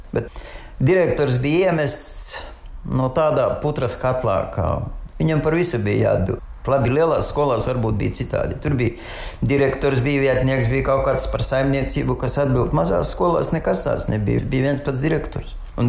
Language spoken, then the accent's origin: Latvian; Rimicāni, Latgale, Latvia; Es no Rimicāniem nāku. Tepat Preiļu novadā. Mājās bija arī lopi, bija sienas jāgatavo, jārave.